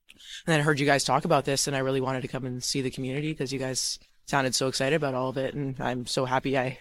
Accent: Cloverdale, British Columbia, Canada; I'm from Cloverdale, BC. And this is my dad, and he's also from Cloverdale, BC.

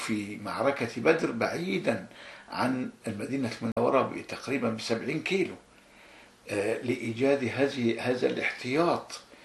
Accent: Egypt

